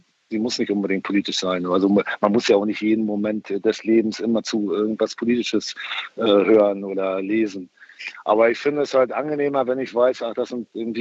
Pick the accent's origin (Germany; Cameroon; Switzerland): Germany; East Germany; Ich komme ja auch aus der DDR und ich komme auch nicht auf die Idee, so eine Partei zu wählen.